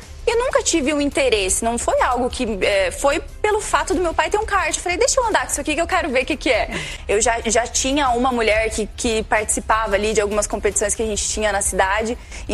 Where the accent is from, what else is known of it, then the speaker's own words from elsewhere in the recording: Campo Mourão, Paraná, Brazil; lá em Campo Mourão, que eu sou natural do Paraná